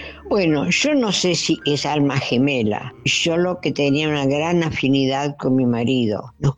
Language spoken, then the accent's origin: Spanish; Ukraine; born there; Spanish is a second language; moved away; Y yo nací en Ucrania y él en Italia.